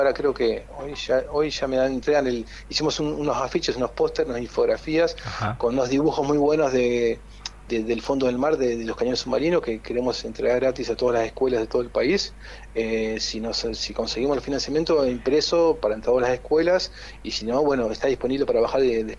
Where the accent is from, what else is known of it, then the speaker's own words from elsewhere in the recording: Argentina; Entonces, como bueno, competitivos somos de Argentina, dijimos, bueno, primera expedición en Argentina, queremos llegar a 1.000.